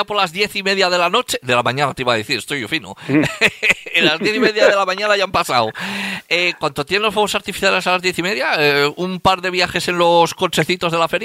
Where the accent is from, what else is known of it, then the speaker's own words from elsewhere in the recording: Spain; que para algo somos españoles.